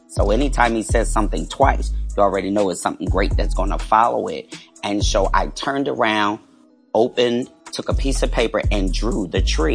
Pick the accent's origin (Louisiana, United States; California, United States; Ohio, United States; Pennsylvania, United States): Pennsylvania, United States; Harrisburg; I am a native of Harrisburg, PA. Grew up with a family of 8, 5 brothers, 2 sisters.